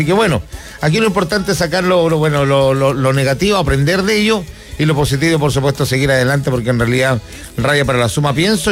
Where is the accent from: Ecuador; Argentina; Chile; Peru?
Chile; Usted sabe cómo somos chaqueteros los chilenos, poiga, ¿o no?